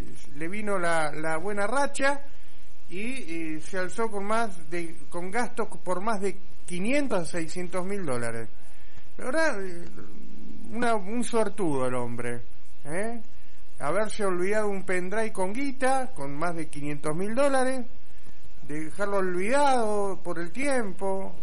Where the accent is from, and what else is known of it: Argentina